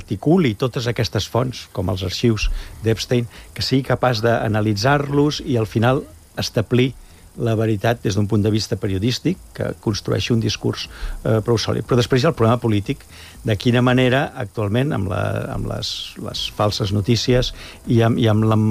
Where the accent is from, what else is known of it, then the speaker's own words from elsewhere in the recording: Catalonia, Spain; ho hem de reivindicar com a catalans, perquè els catalans portem en el nostre ADN